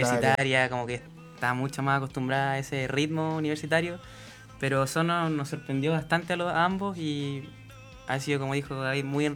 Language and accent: Spanish; San Carlos, Ñuble, Chile; moved away as an adult; now in Osorno, Chile; Yo originalmente soy de San Carlos.